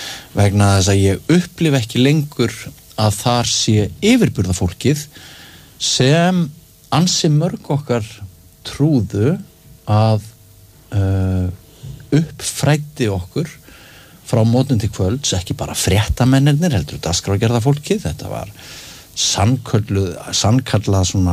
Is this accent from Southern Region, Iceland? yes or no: no; Mývatnssveit, Northeastern Region, Iceland; Ég náttúrulega ólst upp í Mývarsveit og var uppfullur af goskvíða á viðkvæmum árum. Ég var tiltölulega stutt frá eldstöðunum.